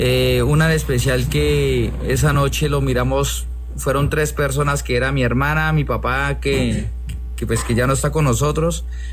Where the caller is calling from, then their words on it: Pitalito, Huila, Colombia; de por acá, Pitalito Huila.